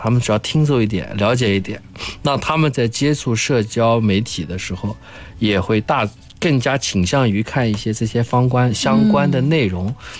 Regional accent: Nanjing, Jiangsu, China; 他用的不是我们南京的方言，那是因为我也不会其他的方言，我也模仿不了他的方言。

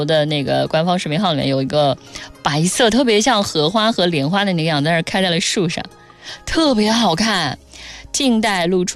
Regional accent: Nanjing, Jiangsu, China; 我南京人

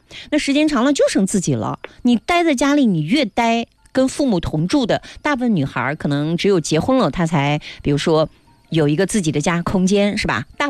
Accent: China

